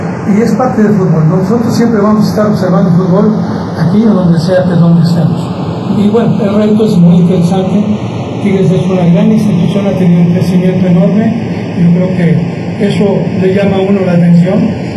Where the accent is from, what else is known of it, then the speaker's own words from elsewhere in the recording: Tampico, Tamaulipas, Mexico; now in Monterrey, Mexico; yo ya soy un regiomontano, soy tapiquense, pero hoy ya me considero literalmente, ¿no? Por los años que llevo viviendo ya en la localidad.